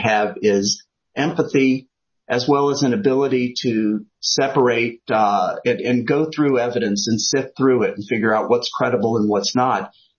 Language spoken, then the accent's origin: English; New Jersey, United States; also born or lived in Philippines / Ohio / Alabama; Growing up, I'm kind of a mutt. My father was in the Air Force, and so we grew up near air bases, mostly New Jersey, the Philippines, Ohio, and Alabama.